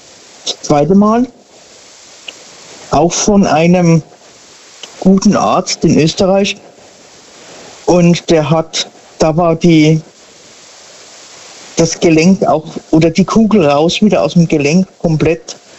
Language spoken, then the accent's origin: German; Sinsheim, Baden-Württemberg, Germany; Aus der Ecke Sinsheim.